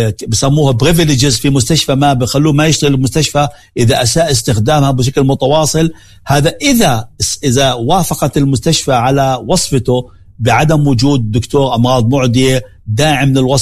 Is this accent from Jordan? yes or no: yes; Jordan; عندنا بالأردن